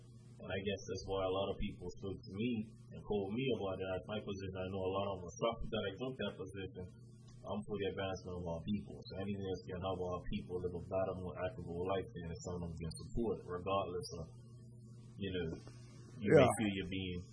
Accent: Somerset, Sandys Parish, Bermuda; I'm from Somerset, right? And Somerset between Somerset Bridge and Wofford Bridge.

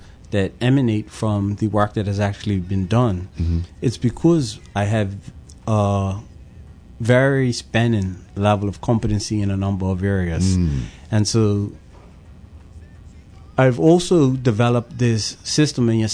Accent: Pembroke, Bermuda; And so growing up in Pembroke, you then associate yourself with the community associations and the community clubs in Pembroke.

